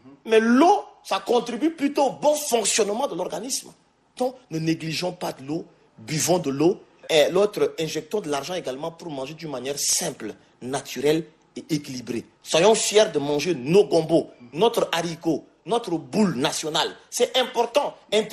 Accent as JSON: {"language": "French", "country": "Chad", "said": "on est tchadien"}